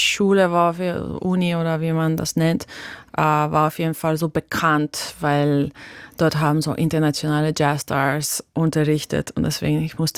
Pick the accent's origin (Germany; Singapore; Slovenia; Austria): Slovenia; first language Slovenian; German is a second language; Ich finde, dass ich sogar mich besser ausdrücken kann auf Englisch als auf meine Muttersprache Slowenisch, weil ich bin schon so lange hier und ich habe so keine slowenische Community hier.